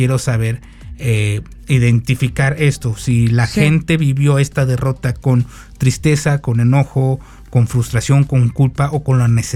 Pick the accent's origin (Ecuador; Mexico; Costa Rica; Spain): Mexico; tenemos una necesidad como mexicano de buscar un responsable en todo.